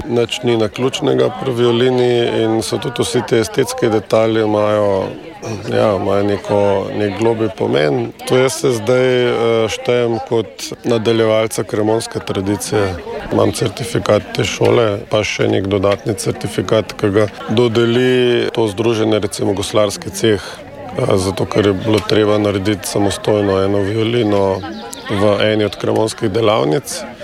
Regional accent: Ljubljana, Central Slovenia, Slovenia; sem izvorno iz Ljubljane

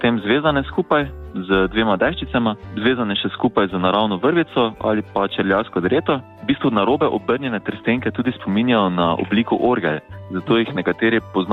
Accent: Cirkulane, Podravska, Slovenia; sem dijak tretjega letnika Srednje lesarske in gozdarske šole v Mariboru, prihajam iz Cirkulan. In sem ponosen haložan.

